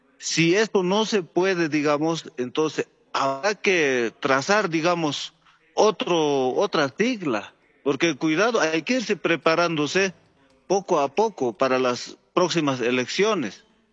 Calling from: Potosí, Bolivia; desde el sudoeste potosino.

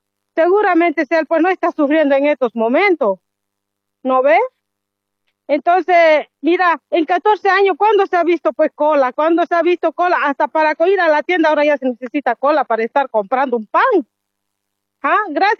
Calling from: Cochabamba, Bolivia; de aquí del trópico.

